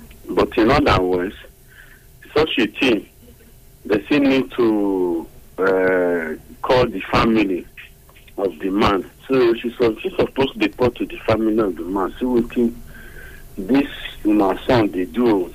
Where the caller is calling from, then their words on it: Masaba, Nigeria; I'm calling from Masaba.